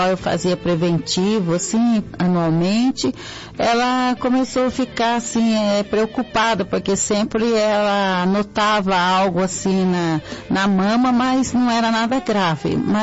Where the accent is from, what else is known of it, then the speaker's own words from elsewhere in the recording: São José dos Campos, São Paulo, Brazil; sou de São José dos Campos.